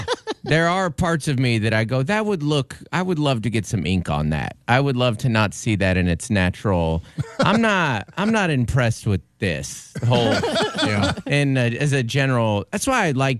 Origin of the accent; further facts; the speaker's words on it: Seattle, Washington, United States; Growing up in Seattle, I was like 20 years old and married and just like a rainy, dark road and I'm squinting over the wheel.